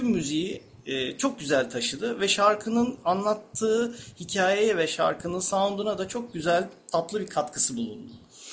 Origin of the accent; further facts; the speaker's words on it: Balıkesir, Turkey; Ben de Balıkesirliyim bu arada.